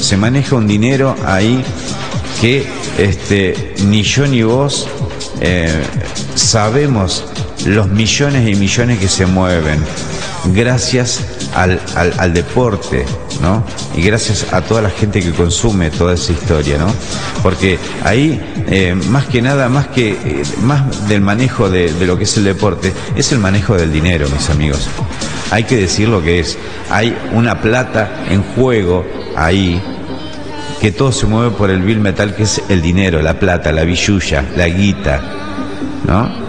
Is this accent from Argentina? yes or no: yes; Argentina